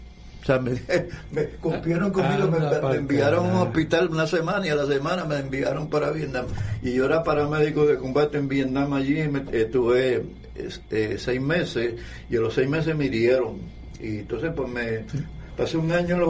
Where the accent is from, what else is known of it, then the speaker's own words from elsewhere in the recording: Puerto Rico; yo como todo puertorriqueño de los 60